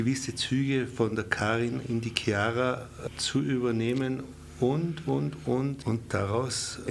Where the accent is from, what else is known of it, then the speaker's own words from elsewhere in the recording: Salzburg, Austria; born there; Ich bin im Oberpinzgau geboren. Ich habe das Glück gehabt, dass ich aus dem Oberpinzgau einmal kurzfristig hinausschauen habe dürfen und sogar ein bisschen in der Welt herumschnuppern habe können und bin aber eben wieder im Oberpinzgau gelandet.